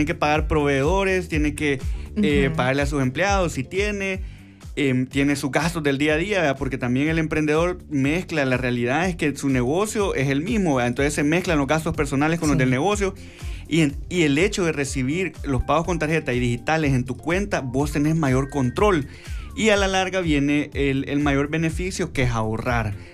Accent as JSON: {"language": "Spanish", "country": "El Salvador", "tie": "born or raised there", "moved": "as an adult", "said": "Yo soy salvadoreño, crecí acá y luego me fui a vivir fuera. Y tras 14 años afuera, regresé a El Salvador a emprender"}